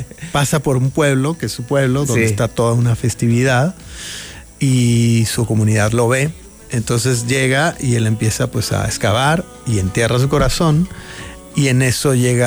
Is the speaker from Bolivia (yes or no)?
no; Guadalajara, Jalisco, Mexico; Yo soy de Guadalajara.